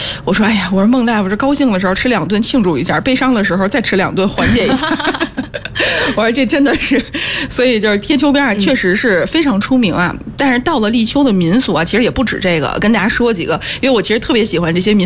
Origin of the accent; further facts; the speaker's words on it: Northeast China, China; 江西其实像我们东北会。其实在这个房前屋后他还挂这个玉米串儿